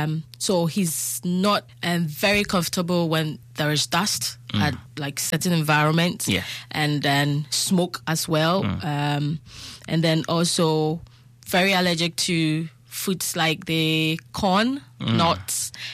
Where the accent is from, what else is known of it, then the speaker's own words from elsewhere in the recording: Ghana; because me being a Ghanaian